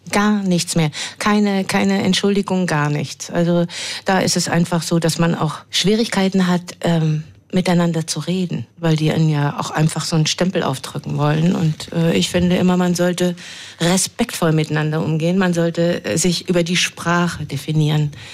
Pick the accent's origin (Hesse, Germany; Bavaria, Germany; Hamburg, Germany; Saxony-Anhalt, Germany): Hamburg, Germany; Ich komme aus Hamburg. Da ist viel Wasser.